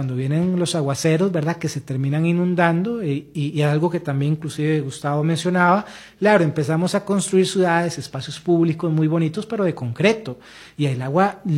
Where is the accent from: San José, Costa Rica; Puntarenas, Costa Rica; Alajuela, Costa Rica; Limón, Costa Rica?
San José, Costa Rica; Yo soy de San José, sí. Toda la vida.